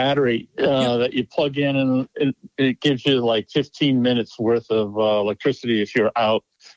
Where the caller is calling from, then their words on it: Anchorage, Alaska, United States; I'm calling from Alaska, Anchorage.